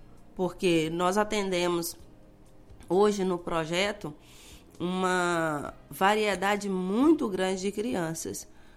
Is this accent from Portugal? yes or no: no; Governador Valadares, Minas Gerais, Brazil; moved away as an adult; Então, sou mineira, valadarense